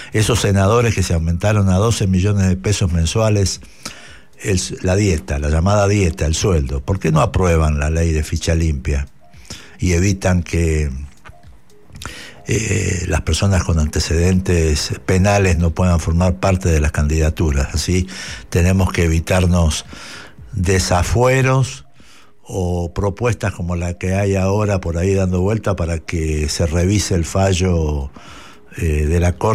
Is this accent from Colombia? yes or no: no; Argentina; Los argentinos sí, somos como somos